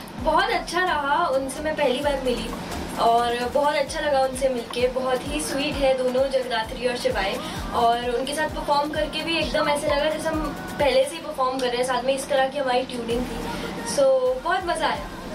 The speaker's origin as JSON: {"language": "Hindi", "town": "Shimla", "region": "Himachal Pradesh", "country": "India", "moved": "yes", "lives_now": "Mumbai, India", "said": "मैं शिमला से आती हूँ"}